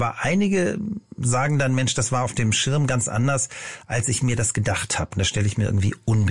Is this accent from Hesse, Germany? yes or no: no; Lower Saxony, Germany; Ich stamme ja auch aus Niedersachsen